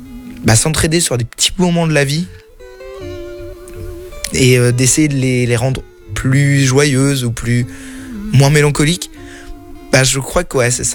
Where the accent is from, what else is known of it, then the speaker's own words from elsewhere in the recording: Normandy, France; dans une région que je connaissais pas, la Vendée. Je viens de Normandie.